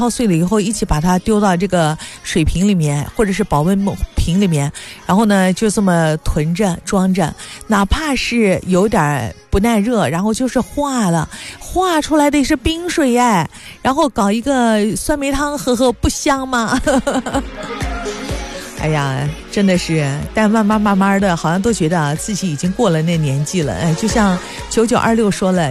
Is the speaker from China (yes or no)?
yes; China; 我们这个亚洲人一点不友好，特别是对中国人，我们从小就是吃着热乎东西长大的